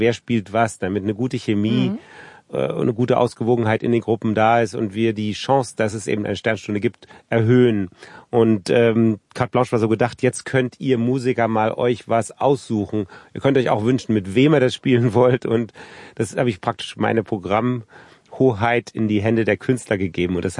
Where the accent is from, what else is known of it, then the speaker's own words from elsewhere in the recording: East Berlin, Berlin, Germany; Ein Album zu meiner Jugend in Ost-Berlin.